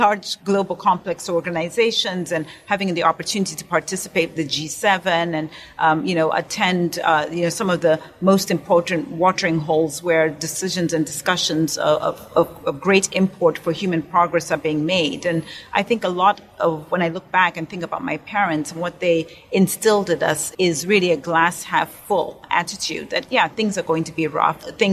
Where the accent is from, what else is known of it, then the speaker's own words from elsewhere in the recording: Zambia; moved away as an adult; I was born in Zambia at a time when blacks were not issued birth certificates